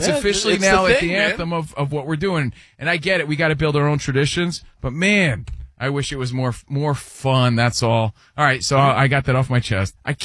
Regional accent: New Jersey, United States; I'm a kid from Jersey. I didn't grow up with a country station.

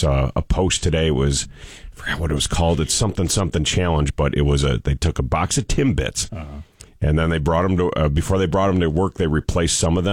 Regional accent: United States; I'm an American.

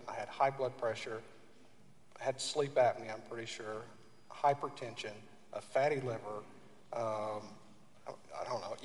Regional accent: Oklahoma, United States

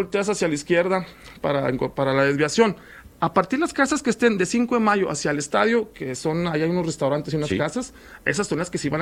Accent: Monterrey, Nuevo León, Mexico; ya sabes cómo somos aquí los regios

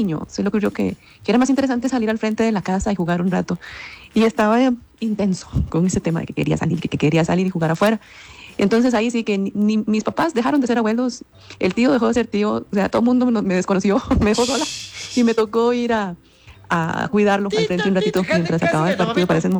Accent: Alajuela, Costa Rica; moved away as an adult; now in Mexico; Yo soy de La Juela

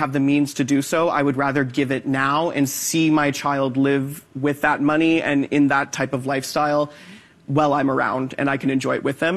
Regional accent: Canada; I'm a millennial, and I'm an artist, so I struggle. I'm a Canadian actor

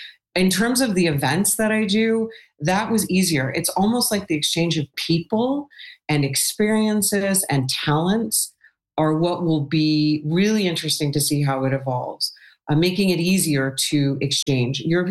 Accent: Toronto, Ontario, Canada; moved away as an adult; also born or lived in Marseille, France; But I spoke French and I was from Toronto.

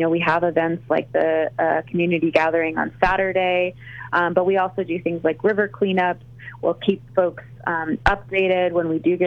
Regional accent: United States; I am actually from the El Paso, Southern New Mexico area myself, and growing up in that region is what brought me to this work.

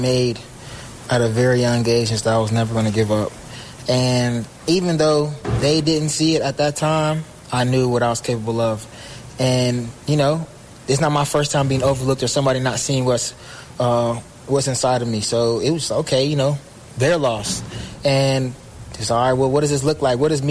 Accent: Georgia, United States; And I was growing up in Gwinnett, going against people that had all the Power Five offers, you know, going to Norcross, seeing all the college scouts in my practice.

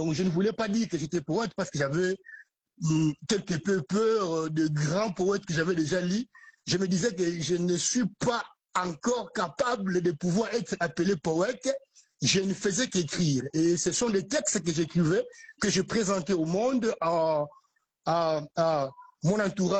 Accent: Boma, Kongo Central, DR Congo; moved away as an adult; now in Kinshasa, Democratic Republic of the Congo; je suis de Boma, je ne suis pas quinois, hein.

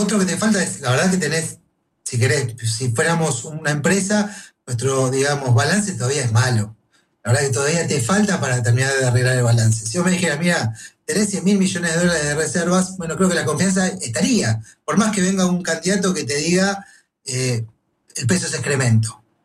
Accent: Argentina; los argentinos seguimos siendo argentinos

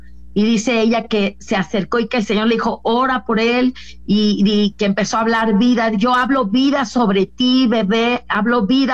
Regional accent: Mexico; ya sabes cómo somos los latinos, ¿verdad? Los mexicanos

